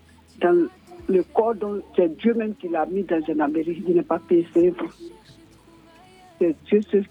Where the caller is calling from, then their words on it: Yamoussoukro, Côte d’Ivoire; Je vous appelle de Sopim.